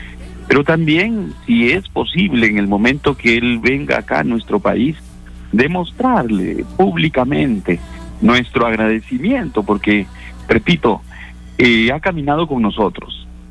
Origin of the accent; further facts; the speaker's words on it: Peru; los lugares que somos del Perú profundo, las zonas rurales.